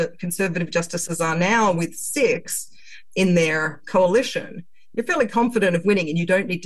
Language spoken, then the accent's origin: English; Australia; such as Australia, my home country, we measure oral arguments in day